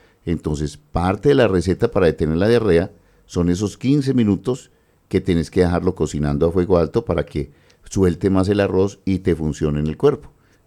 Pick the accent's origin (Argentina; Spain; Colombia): Colombia; Paisa region